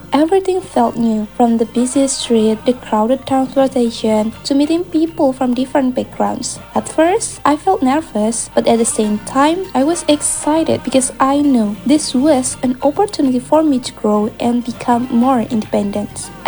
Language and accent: English; Surakarta, Central Java, Indonesia; moved away as an adult; now in Jakarta, Indonesia; I am a college student at Universitas Negeri Jakarta, and I come from Solo. Currently, I live far away from my hometown because I have to move to Jakarta for my university studies.